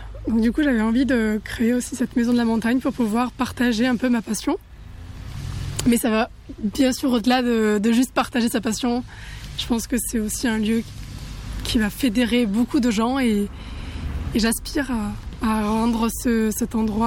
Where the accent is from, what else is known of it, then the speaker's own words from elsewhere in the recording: Luz-Saint-Sauveur, Occitanie, France; now in Beaucens, France; C'est là où j'ai grandi, c'est là où je suis née, c'est là où j'ai mes copains d'enfance, c'est là où j'ai envie de finir ma vie, me poser